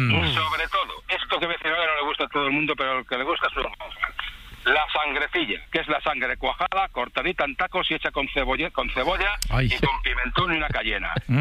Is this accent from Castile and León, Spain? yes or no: yes; Valladolid, Castile and León, Spain